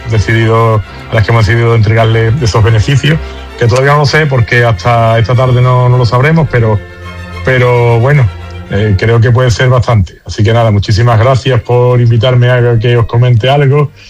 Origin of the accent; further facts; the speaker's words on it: San Juan del Puerto, Andalusia, Spain; hemos puesto otra chinchetita en el mapa diciendo dónde estaba San Juan del Puerto, que es mi pueblo, que al final también era uno de los motivos